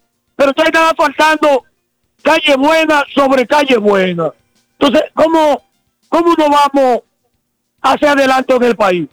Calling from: Baní, Peravia, Dominican Republic; nosotros somos de aquí de Baní, sabemos dónde están las calles buenas, dónde están las calles malas.

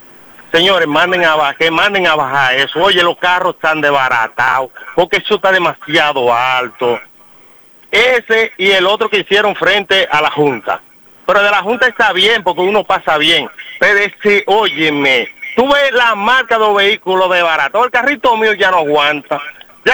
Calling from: Baní, Peravia, Dominican Republic; yo no soy de Matanzas, soy vanilejo.

